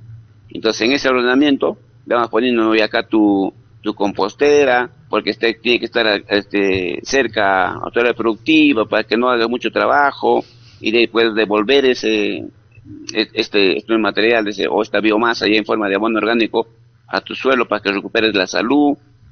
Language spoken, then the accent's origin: Spanish; Peru